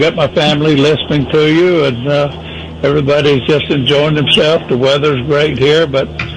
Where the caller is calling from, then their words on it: Mesa, Arizona, United States; And I'm calling in from Mesa, Arizona.